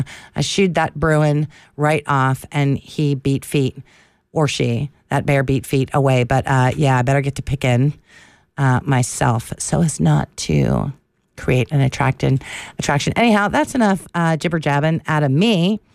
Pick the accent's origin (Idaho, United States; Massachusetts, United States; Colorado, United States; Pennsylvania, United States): Pennsylvania, United States; Cheltenham Township; now in Haines, United States; growing up in Cheltenham Township.